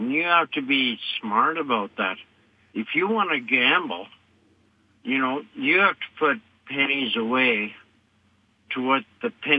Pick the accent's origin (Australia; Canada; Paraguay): Canada; Calgary, Alberta; now in Southern Alberta, Canada; I grew up in Calgary with the Stampede and everything else. I live in Southern Alberta.